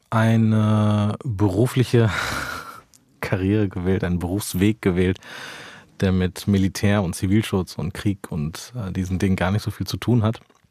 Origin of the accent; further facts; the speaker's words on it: Wuppertal, North Rhine-Westphalia, Germany; Das wichtigste, mit Abstand wichtigste Faktum ist, dass ich Wuppertaler bin, das ist im Bergischen Land, und nominell Rheinländer.